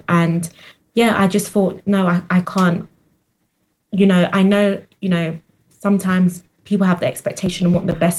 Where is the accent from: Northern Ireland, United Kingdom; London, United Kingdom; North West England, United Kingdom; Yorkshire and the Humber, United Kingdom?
London, United Kingdom; born there; accent: posh; also born or lived in Italy; I grew up in South London.